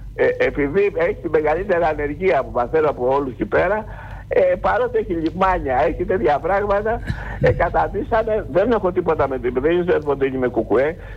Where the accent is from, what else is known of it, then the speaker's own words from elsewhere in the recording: Patras, Western Greece, Greece; Εγώ δεν είμαι Συριανός, ούτε είμαι Καθολικός. Είμαι από την Πάτρα η καταγωγή μου. Αλλά μένω στη Σύρο τώρα σε ένα φίλο μου.